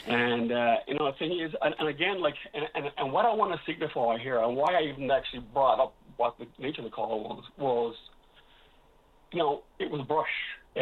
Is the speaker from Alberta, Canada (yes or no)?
no; Gander, Newfoundland and Labrador, Canada; and I come from Wait and Gander, actually hosted a lot of the water bomber pilots last summer